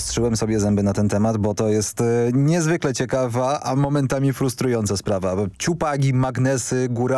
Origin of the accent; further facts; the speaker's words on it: Kielce, Świętokrzyskie Voivodeship, Poland; Jako Kielczanin